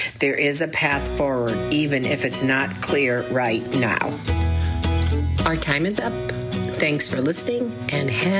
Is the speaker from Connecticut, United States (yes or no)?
yes; Connecticut, United States; as well as the fact that I grew up in Connecticut where the tick-borne disease was first found